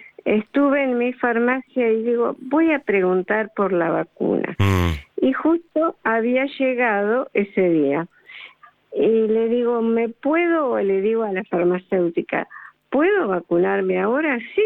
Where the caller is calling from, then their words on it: Santa Rosa, La Pampa, Argentina; Santa Rosa, La Pampa.